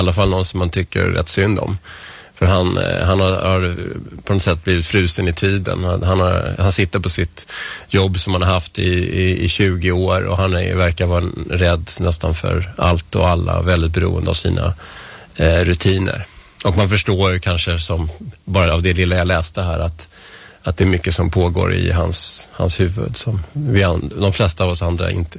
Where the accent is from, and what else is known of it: Vällingby, Stockholm County, Sweden; also born or lived in Strängnäs; now in Nacka, Sweden